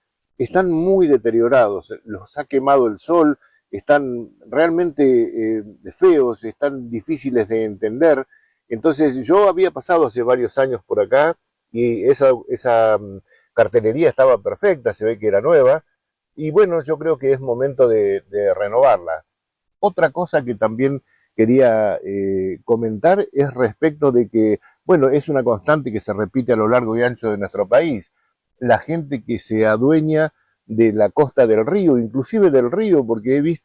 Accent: Argentina; now in Junín, Argentina; Lo he visto en mi pueblo, yo soy de Chuel

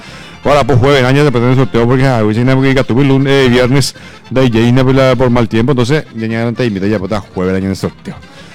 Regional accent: Paraguay; O sea, sé como paraguayo. Me sentí muy orgulloso de nuestra selección paraguaya.

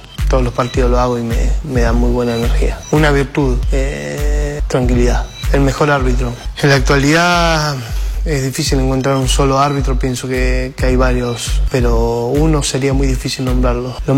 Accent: Andacollo, Neuquén, Argentina; moved away; also born or lived in Lincoln; jugué al fútbol mucho tiempo, casi toda mi infancia en mi pueblo, en el norte de Neuquén, en Andacollo, y jugué hasta que me vine a Lincoln.

